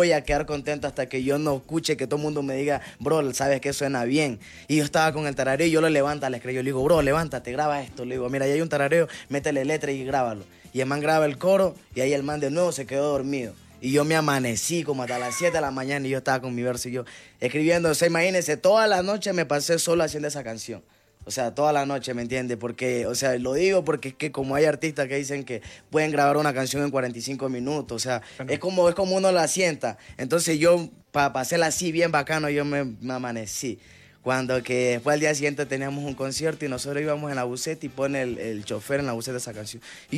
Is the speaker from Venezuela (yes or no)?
no; Esmeraldas, Ecuador; Porque nosotros somos de Esmeralda, de la parte pacífica, o sea, de todo el país, pero la parte pacífica.